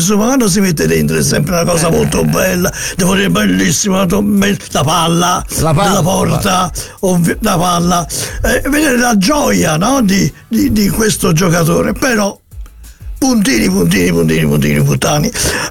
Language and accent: Italian; Naples, Campania, Italy; Ma io sono napoletano, posso mica parlare a Fiorentina? Sono napoletano.